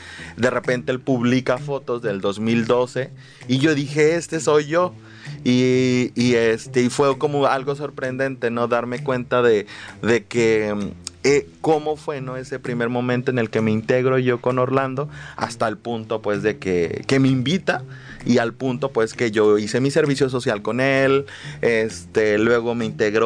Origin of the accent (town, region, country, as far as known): Petaquillas, Guerrero, Mexico; born there